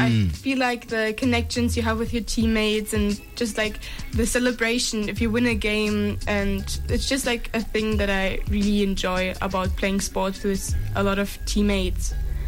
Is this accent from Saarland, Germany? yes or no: no; Bavaria, Germany; I'm from Germany.